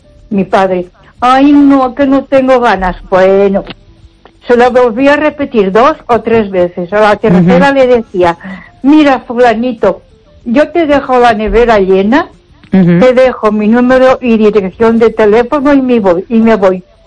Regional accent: Barcelona, Catalonia, Spain; moved away as an adult; now in Ponferrada, Spain; me crié en Barcelona.

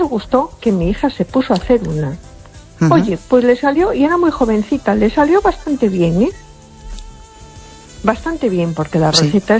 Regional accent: A Coruña, Galicia, Spain; Hola, buenas noches … de Coruña.

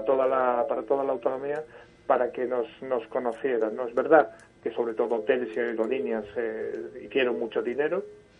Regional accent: Galicia, Spain

